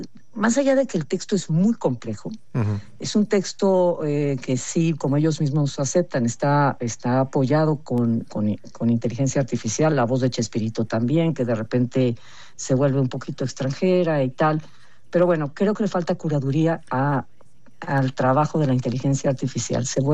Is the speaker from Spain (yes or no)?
no; Mexico; lo que somos los mexicanos